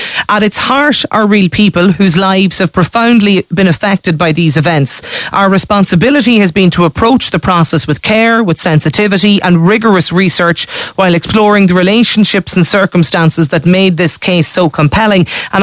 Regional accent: Ireland; Like, it's something that as the Irish public, we're fascinated by.

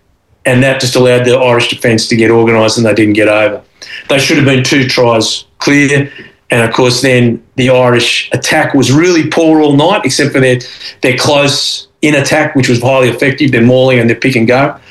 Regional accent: Australia; And Australia, I'm not saying it's because I'm Australian, I'm just trying to be fair.

